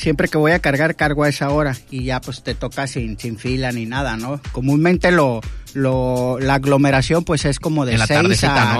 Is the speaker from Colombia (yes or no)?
no; Mexico